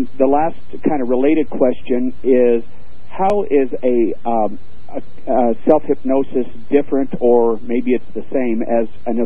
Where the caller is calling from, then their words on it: Denver, Colorado, United States; in Denver.